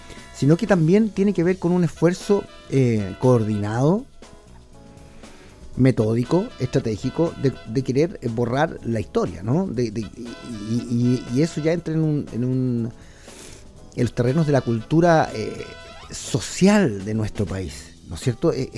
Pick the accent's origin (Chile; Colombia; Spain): Chile